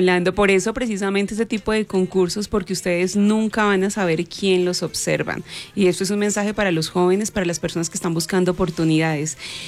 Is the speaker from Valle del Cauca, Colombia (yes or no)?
no; Duitama, Boyacá, Colombia; also born or lived in Tunja; Yo nací en Tunja, pero viví y estudié acá en Duitama hasta los 18 años. Terminé mi bachillerato, me fui para Tunja a trabajar y estudiar, y acá nuevamente, acá